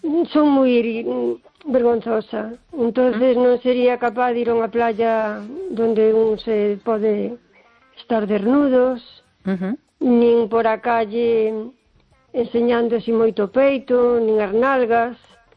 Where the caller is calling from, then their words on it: O Carballiño, Galicia, Spain; de Carballiño.